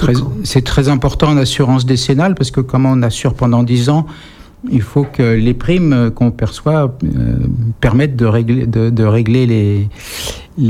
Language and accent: French; Saint-Mandé, Île-de-France, France; born there; Je suis né dans le Val-de-Marne, donc à Saint-Mandé.